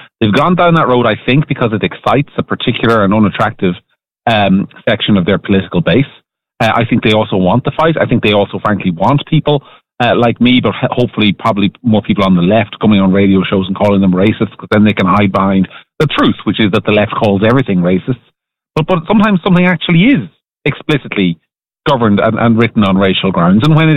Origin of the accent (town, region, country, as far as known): Ireland